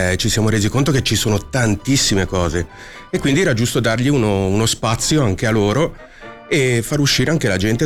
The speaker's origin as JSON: {"language": "Italian", "town": "Viganello", "region": "Ticino", "country": "Switzerland", "tie": "born or raised there", "said": "Nativo di Viganello."}